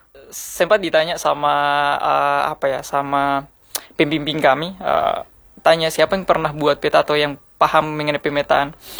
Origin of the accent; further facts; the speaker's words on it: Southeast Sulawesi, Indonesia; Saya asli Muna.